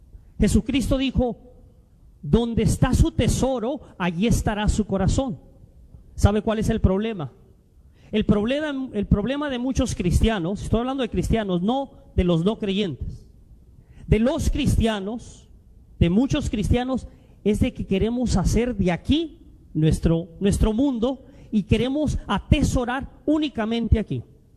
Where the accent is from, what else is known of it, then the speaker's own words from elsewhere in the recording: Mexico; now in United States; algunos somos de México